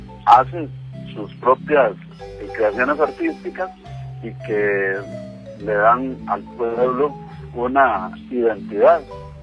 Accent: Costa Rica; los compositores costarricenses hagamos valer la identidad que tenemos los ticos

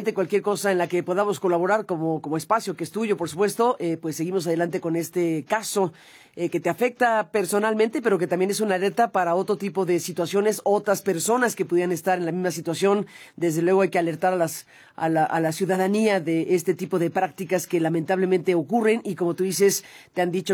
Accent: Mexico; yo tengo doble nacionalidad, yo soy mexicana y española, entonces tengo que ir a España.

